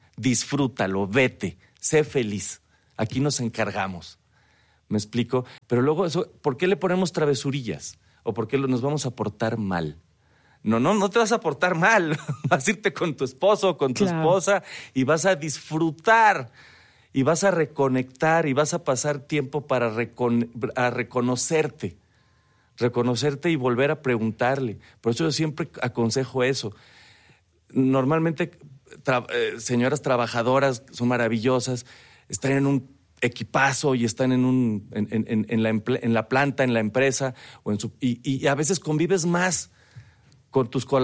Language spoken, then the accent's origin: Spanish; Mexico; Mexicanos somos, hispanoamericanos